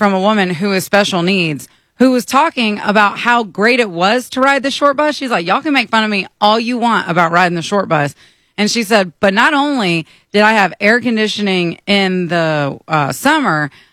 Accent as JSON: {"language": "English", "region": "the South", "country": "United States", "tie": "born or raised there", "said": "I grew up all in the South"}